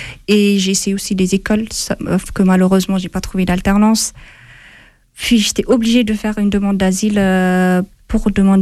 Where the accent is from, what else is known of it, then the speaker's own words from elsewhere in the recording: Ethiopia; French is a second language; moved away as an adult; now in France; J'ai 25 ans. Je viens de l'Éthiopie. J'ai suivi un cursus français. C'est pour ça que je parle français. Normalement, on ne parle pas français en Éthiopie.